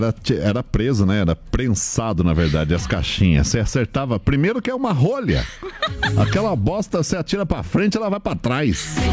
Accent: Lages, Santa Catarina, Brazil; eu sou de Lages, velho. Imagina um piá de bosta de Lages.

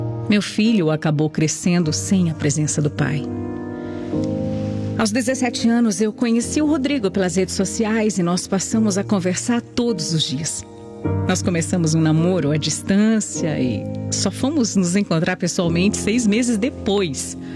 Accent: Brasília, Federal District, Brazil; born there; Eu nasci em Brasília e depois que os meus pais se separaram, eu fiquei bem rebelde.

